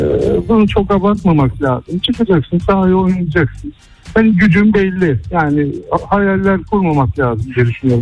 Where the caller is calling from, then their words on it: Istanbul, Turkey; İstanbul'dan.